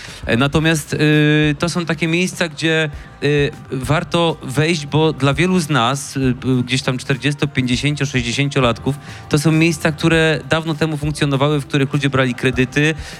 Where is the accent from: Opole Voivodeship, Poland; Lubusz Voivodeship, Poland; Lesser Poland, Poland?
Lubusz Voivodeship, Poland; Gorzów Wielkopolski; ja mieszkam w Gorzowie od urodzenia, jestem z tego dumny i nigdzie nie chciałem się stąd wybierać.